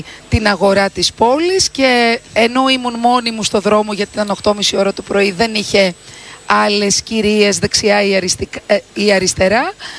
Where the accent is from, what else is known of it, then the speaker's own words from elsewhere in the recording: Nea Smyrni, Attica, Greece; now in Lemnos, Greece; Εγώ μεγάλωσα τα παιδικά μου χρόνια στη Νέα Σμύρνη, από μητέρα Λιμνιά.